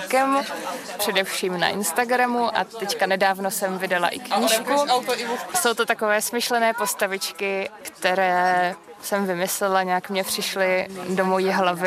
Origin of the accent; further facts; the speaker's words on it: Brno, South Moravian Region, Czechia; moved away as an adult; now in Olomouc, Czech Republic; Mě je 23 let … a studuju filozofii a sociologii v Olomouci a jsem z Brna.